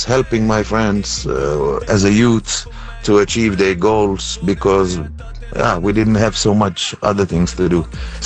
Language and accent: English; Bosnia & Herzegovina; now in Norway; I'm 100% Bosnian, and I'm also 100% part of Norway.